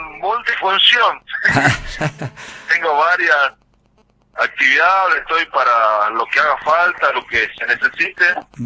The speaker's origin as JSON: {"language": "Spanish", "region": "Salta", "country": "Argentina", "moved": "yes", "lives_now": "Humahuaca, Argentina", "said": "Yo soy de Salta."}